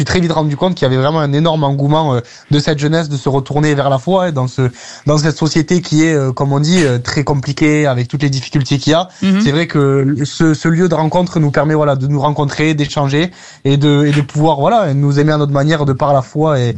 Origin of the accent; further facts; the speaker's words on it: Colombia; now in France; je suis originaire de Colombie, donc qui est un pays très pieux, qui est très dévoué à la Vierge Marie, etc. Quand j'étais adopté, que je suis arrivé en France, je suis arrivé dans ma famille